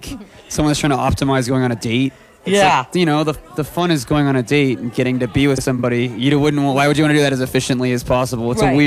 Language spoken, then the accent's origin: English; Corpus Christi, Texas, United States; now in Austin, United States; I'm from Corpus Christi, Texas originally, which is a Gulf Coast town. It's a very like blue collar kind of thing.